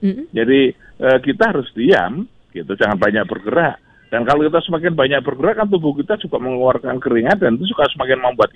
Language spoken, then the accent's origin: Indonesian; Java, Indonesia; saya sebagai orang Jawa yang kebetulan juga belajar dari Taman Siswa